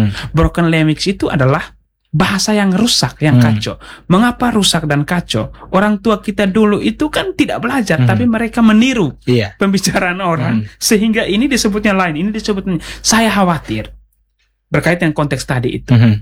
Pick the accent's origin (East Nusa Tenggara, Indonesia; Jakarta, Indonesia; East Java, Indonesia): East Nusa Tenggara, Indonesia; Kalau misalnya kita orang Dawan kemudian orang Timur itu biasanya apa ya, bahasanya pelan, santun